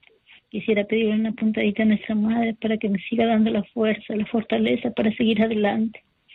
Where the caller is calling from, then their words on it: Trujillo, La Libertad, Peru; Le hablo de Trujillo.